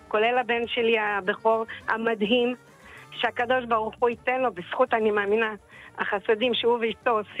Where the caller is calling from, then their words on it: Sderot, Southern District, Israel; עם מסדרות.